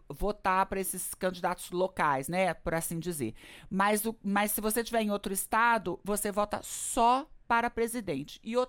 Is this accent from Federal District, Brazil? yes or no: yes; Brasília, Federal District, Brazil; Assim, por exemplo, eu tô em Brasília e eu sou de Brasília.